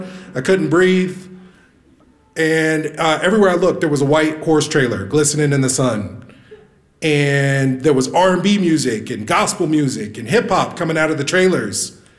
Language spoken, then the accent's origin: English; Kansas City, Kansas, United States; I said, I'm from Kansas City, Kansas.